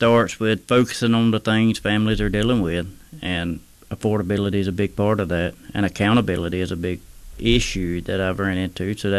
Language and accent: English; Georgia, United States; moved away as an adult; now in Minnesota, United States; I'm a husband and father, and as you just mentioned, I'm not from Minnesota. I'm originally from South Georgia. I've been here almost 4 years now. I grew up in a small rural farm town down in Georgia where industry work and farming was the way of life.